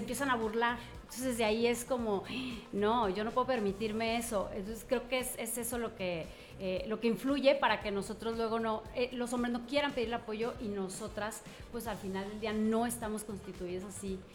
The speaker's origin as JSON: {"language": "Spanish", "country": "Mexico", "said": "para nosotros aquí como mexicanos"}